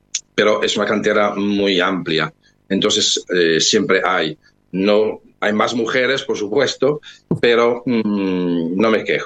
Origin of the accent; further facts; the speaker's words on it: Italy; now in Canary Islands, Spain; Yo soy italiano